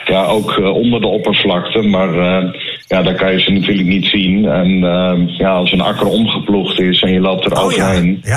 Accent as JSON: {"language": "Dutch", "town": "Maartensdijk", "region": "Utrecht", "country": "Netherlands", "tie": "born or raised there", "moved": "yes", "lives_now": "De Meern, Netherlands", "said": "in mijn dorp waar ik opgroeide"}